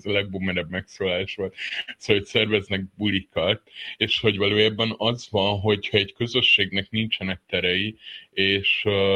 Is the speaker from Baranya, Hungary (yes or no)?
yes; Pécs, Baranya, Hungary; nekem Pécs jutott eszembe, ahol én Pécsről származom